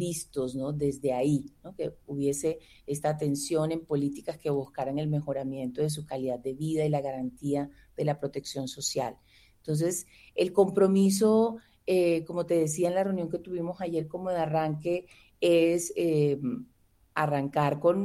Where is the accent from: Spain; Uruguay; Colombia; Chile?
Colombia